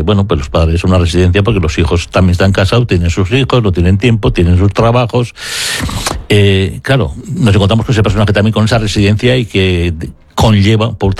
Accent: Basque Country, Spain; como vasco, aquí hay que meter el condicional en todo, aunque no somos así.

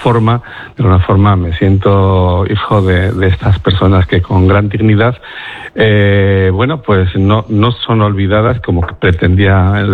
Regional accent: Bilbao, Basque Country, Spain; also born or lived in Mexico; pues yo soy consciente de haber nacido en Bilbao con 5 años, ¿no? Porque no me considero un bilbaíno. Recuerdo perfectamente cuando entré en Bilbao, en la estación de Abando, y ver esa vidriera, ¿sabes?

